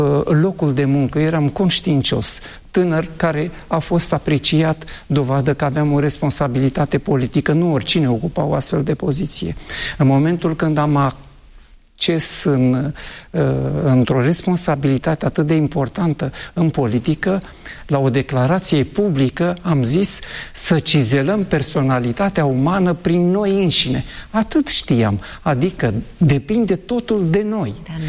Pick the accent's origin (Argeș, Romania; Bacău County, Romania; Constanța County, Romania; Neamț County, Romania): Argeș, Romania; din județul Argeș, de unde sunt eu de fel, dintr-o localitate între Pitești și Slatina. Pe acolo, pe undeva, este o localitate rurală, acum și cu Biserica Adventistă